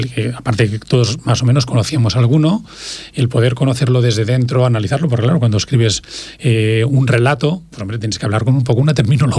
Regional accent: Catalonia, Spain; somos de Tarragona, él en concreto de Tarragona, yo soy del Delta del Ebro y cerca todos tenemos faros. Yo tengo el faro de Buda

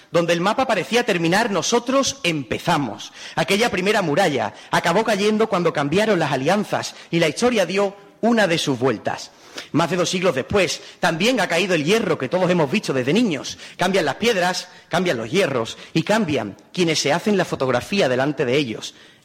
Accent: La Línea de la Concepción, Andalusia, Spain

